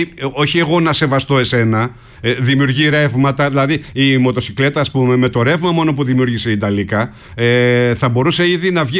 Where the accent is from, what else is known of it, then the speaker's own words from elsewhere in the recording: Livadi, Thessaly, Greece; Λιβάδι Λαρίσης, Λιβάδι Ολύμπου.